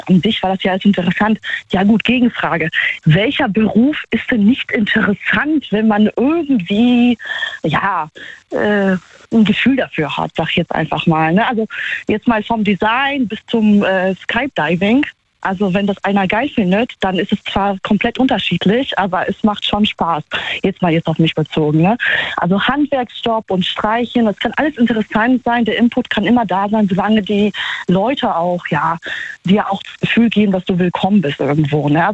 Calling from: Trier, Rhineland-Palatinate, Germany; Hier, Trier.

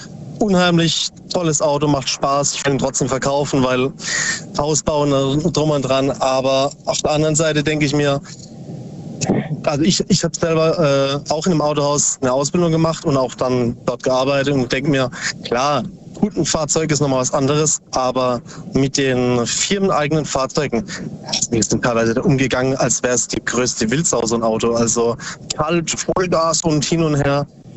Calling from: Bruchsal, Baden-Württemberg, Germany; Aus Substadt Weiher, nee, Bruchsal.

